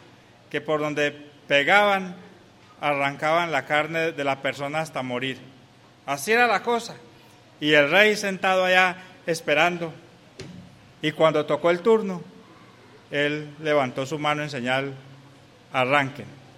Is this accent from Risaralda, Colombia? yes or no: yes; La Virginia, Risaralda, Colombia; moved away; Hay bastantes de nuestros jóvenes allá, en la Virginia, de donde vengo.